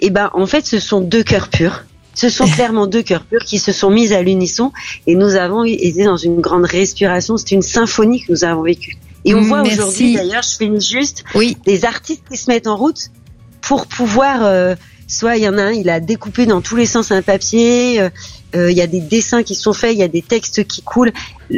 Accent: France; on est français depuis des générations

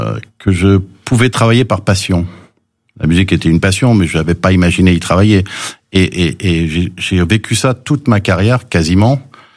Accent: Lunéville, Grand Est, France; French is a second language; also born or lived in California, United States / Nancy, France; Alors je suis né aux États-Unis de père américain et de mère française. Et je suis arrivé de Californie à 8 ans. Je ne parlais pas un mot de français.

